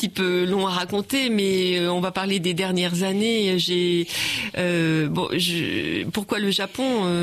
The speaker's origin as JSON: {"language": "French", "town": "Angers", "region": "Pays de la Loire", "country": "France", "tie": "born there", "said": "Alors, je ne suis pas parisienne, je suis née à Angers"}